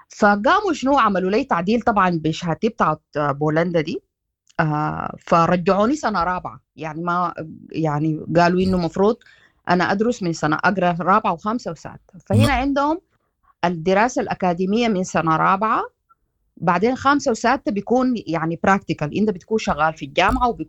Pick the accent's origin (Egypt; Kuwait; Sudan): Sudan; كسودانيين أنا